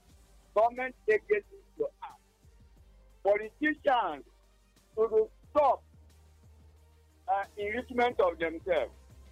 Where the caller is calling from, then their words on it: Nigeria; I'm calling from Soko